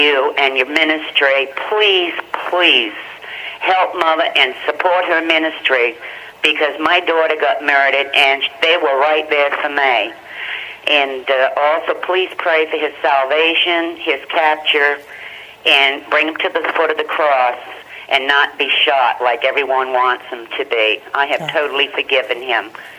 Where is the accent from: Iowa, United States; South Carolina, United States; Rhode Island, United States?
Rhode Island, United States; Middletown; from Middletown, Rhode Island.